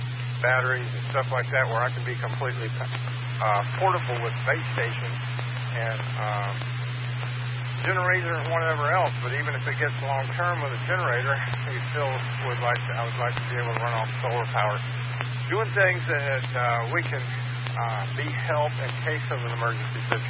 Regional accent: Florida, United States; moved away; Growing up in South Florida, I'm still not a winter person

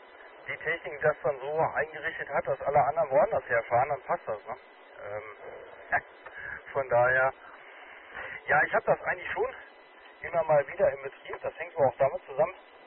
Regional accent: Dortmund, North Rhine-Westphalia, Germany; born there; Eigentlich bin ich gebürtiger Dortmunder, sollte mich eigentlich hier auf Stadtgebiet relativ gut auskennen.

